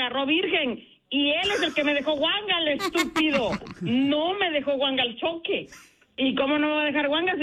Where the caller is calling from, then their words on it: Mexico; De México.